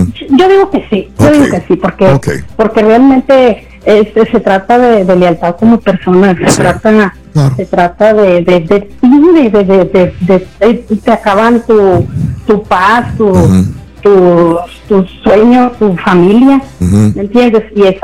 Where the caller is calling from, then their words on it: Coahuila, Mexico; Soy del norte, soy de Coahuila.